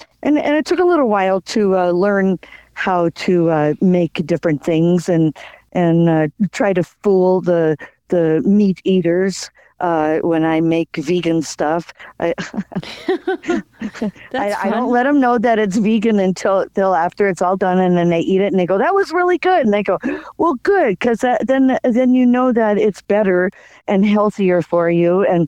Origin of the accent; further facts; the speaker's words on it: Wisconsin, United States; I mean, I grew up in Wisconsin, so I really like cheese